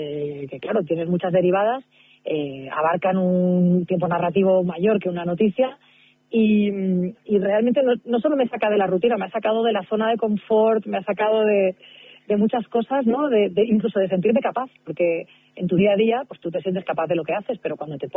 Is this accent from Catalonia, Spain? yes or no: yes; Barcelona, Catalonia, Spain; now in Madrid, Spain